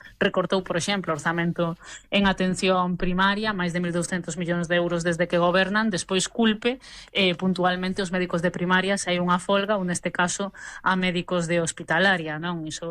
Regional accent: Ourense, Galicia, Spain; E teño feito como moitas ourensás que reclamar

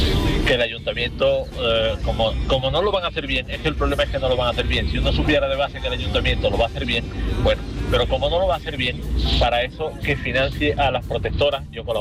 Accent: Seville, Andalusia, Spain; En las protectoras del ayuntamiento. Yo soy de aquí de Sevilla.

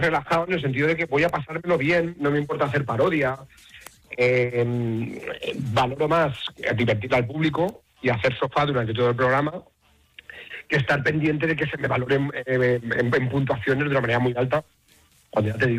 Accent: Cuenca, Castilla-La Mancha, Spain; also born or lived in Albacete; yo soy de Cuenca, pero también me considero un poco de Albacete.

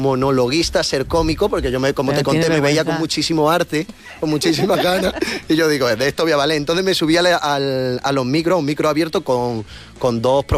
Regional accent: Frigiliana, Andalusia, Spain; No, soy de Frigiliana. Y con orgullo

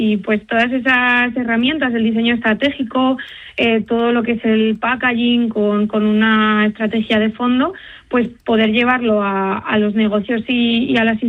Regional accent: Castile and León, Spain; pues sería una marca que también es de un pueblo de la zona del Valle del Tietar, que es de donde soy yo

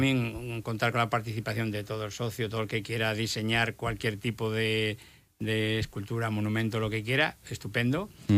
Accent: León, Castile and León, Spain; Sí, es que, bueno, como decía antes, somos de León y hay que llevar la bandera de León por todas partes.

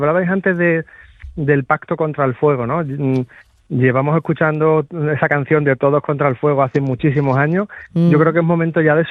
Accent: Seville, Andalusia, Spain; Hola, buenas tardes Isabel y Susana, que es paisana mía, que yo soy de Sevilla.

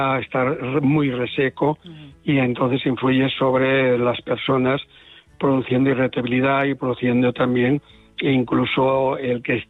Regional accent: Galicia, Spain; Como buen gallego voy allí.

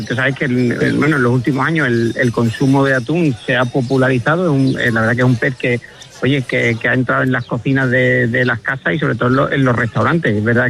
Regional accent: Villalba del Alcor, Andalusia, Spain; Yo digo que Villalba está a 40 kilómetros de todo, porque está a 40 kilómetros de Huelva capital, está a 45 de Sevilla, está a 42 del Rocío

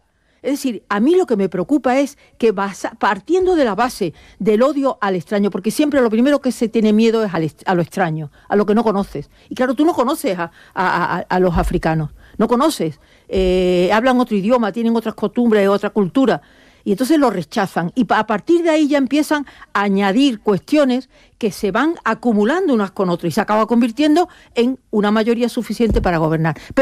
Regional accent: Andalusia, Spain; Porque había que trabajar, había que comer. Andaluces, de mi tierra.

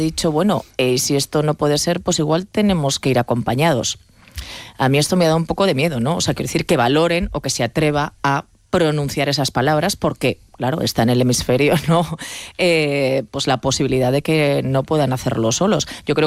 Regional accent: Aragon, Spain; en Segovia, cuando iba a los veranos, evidentemente porque soy maña.

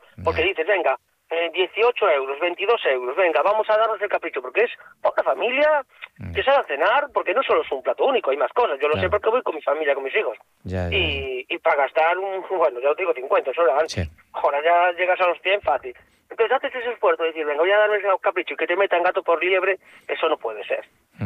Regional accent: Galicia, Spain

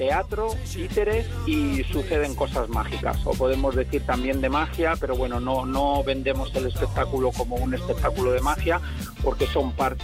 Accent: Granada, Andalusia, Spain; Nosotros somos de Granada

